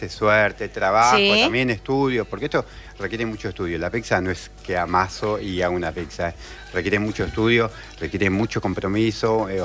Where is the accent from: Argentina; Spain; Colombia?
Argentina; En el Mundial de Parma, en 2025, fui convocado por la selección argentina, donde fuimos 12 maestros pizzeros y ahí quedé clasificado como mejor argentino.